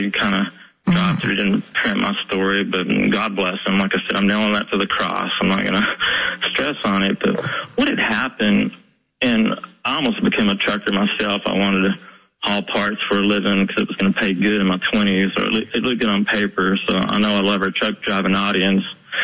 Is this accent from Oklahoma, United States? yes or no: yes; Weatherford, Oklahoma, United States; I know people in Oklahoma City and my hometown of Weatherford and a lot of places that are going through loneliness too